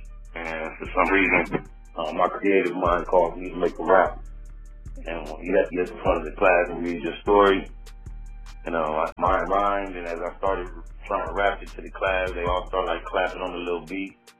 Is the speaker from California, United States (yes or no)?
yes; Compton, California, United States; I'm from Compton slash Los Angeles, South Central California.